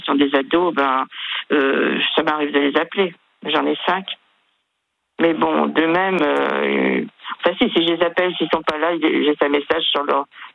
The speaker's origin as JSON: {"language": "French", "region": "Brittany", "country": "France", "tie": "born or raised there"}